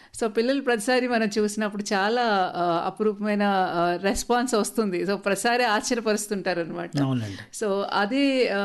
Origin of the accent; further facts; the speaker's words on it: Mahbubnagar, Telangana, India; నా చిన్నతనంలో మా మహబూబ్ నగర్లో